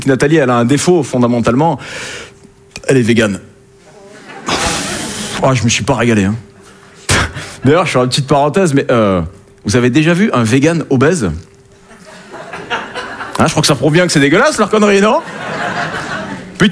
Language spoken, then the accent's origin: French; Southern France, France; Hein, je viens du sud de la France.